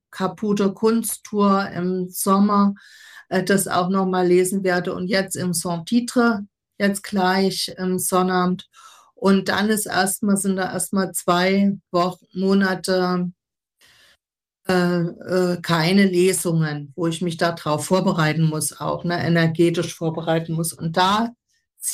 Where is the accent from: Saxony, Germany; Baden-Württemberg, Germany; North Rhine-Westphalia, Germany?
Saxony, Germany; Dresden